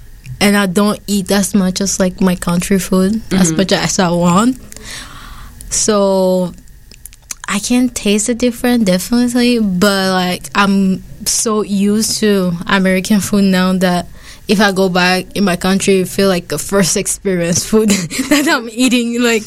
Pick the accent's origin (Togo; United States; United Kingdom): Togo; I'm from Togo. It's spelled like Togo, but it's literally Togo.